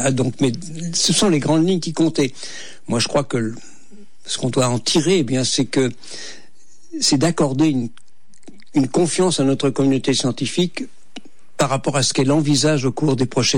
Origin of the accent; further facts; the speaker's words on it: Brittany, France; La géographie, bon, c'est vrai que je suis breton d'origine, et nous n'envisagions pas des canicules aussi importantes.